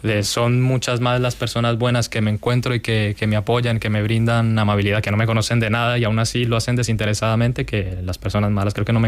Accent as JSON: {"language": "Spanish", "country": "Colombia", "moved": "as an adult", "lives_now": "Spain", "said": "Como dijeron anteriormente, soy de Colombia, yo allí no pintaba, hacía algunos dibujos y tal, pero eso, lo del pintar como tal y de lo de ser artista, nació aquí justamente durante la pandemia, cuando vine aquí a España"}